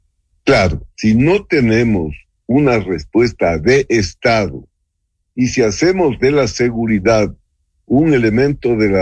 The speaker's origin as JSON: {"language": "Spanish", "country": "Ecuador", "said": "pensar como ecuatorianos."}